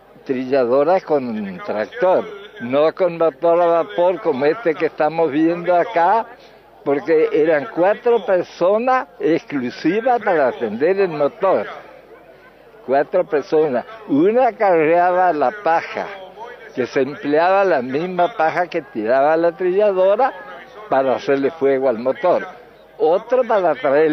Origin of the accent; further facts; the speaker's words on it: Argentina; born there; Bueno, nací en el campo de Solari, porque en ese tiempo mi papá le rentaba campo a la firma Solari, que el que estaba acá en Valle Grande